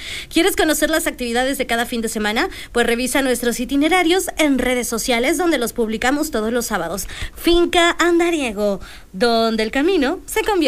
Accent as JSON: {"language": "Spanish", "town": "Fortín", "region": "Veracruz", "country": "Mexico", "said": "Yo soy de Fortín, chicos, y de repente me tocaba que en una época del año se dejaba venir como, híjole, como iban como en su viaje, un buen de mariposas"}